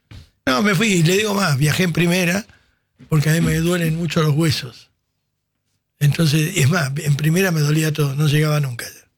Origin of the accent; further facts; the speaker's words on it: Argentina; Yo ya como argentino, trae el ibuprofeno.